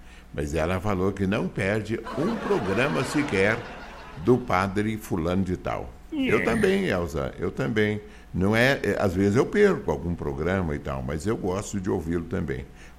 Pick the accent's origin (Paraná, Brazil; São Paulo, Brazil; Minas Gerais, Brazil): Minas Gerais, Brazil; Paineiras; now in Divinópolis, Brazil; Lá nós que é da Paineira, nós falamos da Paineira, na Paineira. Nós viemos da Paineira, não é?